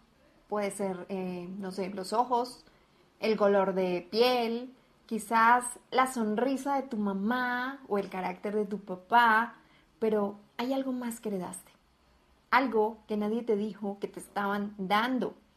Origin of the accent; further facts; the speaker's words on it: Colombia; now in Guadalajara, Mexico; colombiana viviendo en Guadalajara, México.